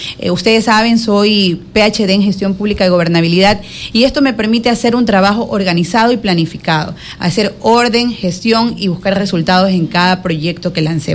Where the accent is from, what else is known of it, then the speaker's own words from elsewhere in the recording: El Empalme, Guayas, Ecuador; born there; Yo nací en el Empalme. Soy nacida en el Empalme.